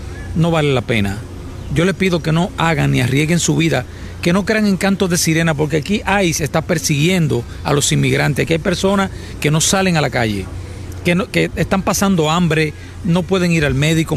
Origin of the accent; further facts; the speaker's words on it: Dominican Republic; now in United States; Y yo les pido de favor, como dominicano, que no hagan esa travesía.